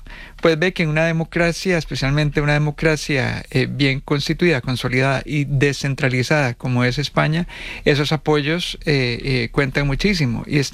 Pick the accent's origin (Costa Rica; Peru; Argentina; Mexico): Costa Rica; now in Madrid, Spain; Yo también soy español, soy costarricense y español, gracias a mi familia, mi abuela particularmente. Y tengo mucha familia también madrileña. O sea, tengo mucho vínculo también con Madrid